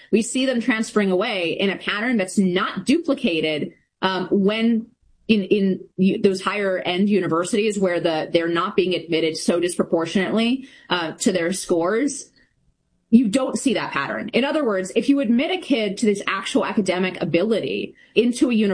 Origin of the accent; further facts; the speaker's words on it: California, United States; I grew up in California